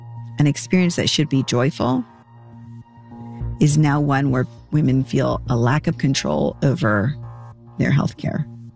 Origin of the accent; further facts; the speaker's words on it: Brownsville, Texas, United States; I grew up in the Rio Grande Valley. It was the dominant culture I grew up in.